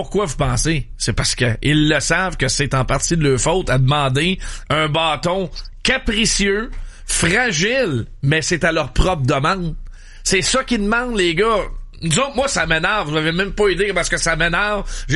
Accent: Victoriaville, Quebec, Canada; c'est ça solide dans mon patelin, Victor.

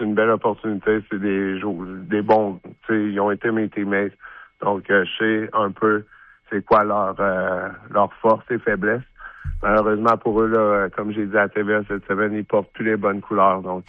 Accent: Quebec, Canada; Je reste un honneur pour moi de pouvoir être ici à Québec en tant que Québécois

